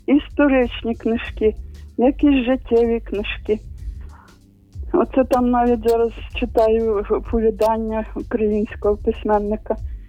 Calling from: Zhytomyr Oblast, Ukraine; Дзвоню я перший раз до вас з Житомирщини.

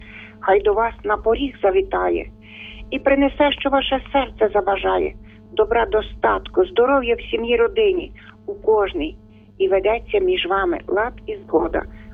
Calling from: Baranivka, Zhytomyr Oblast, Ukraine; Місто Баранівка

